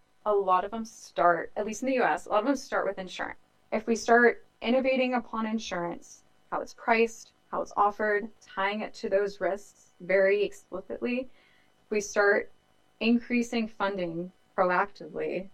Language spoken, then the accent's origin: English; New Orleans, Louisiana, United States; So I'm from the Greater New Orleans area. I was a kid of Katrina.